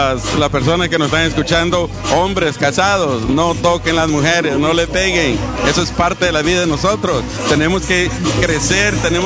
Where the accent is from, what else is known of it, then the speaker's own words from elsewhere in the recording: El Salvador; como nosotros salimos de aquí de El Salvador por medio de la guerra